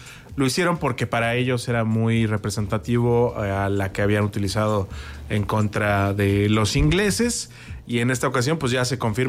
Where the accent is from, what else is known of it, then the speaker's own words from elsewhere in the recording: Mexico; lo que nos ocurría a nosotros como mexicanos